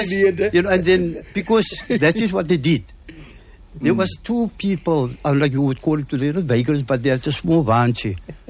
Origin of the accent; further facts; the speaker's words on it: Cape Town, Western Cape, South Africa; No, it was Hawthorne Road. That's where I was born and grew up.